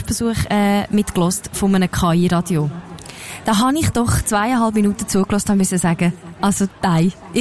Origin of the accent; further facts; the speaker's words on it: Lucerne, Switzerland; Als Luzernerin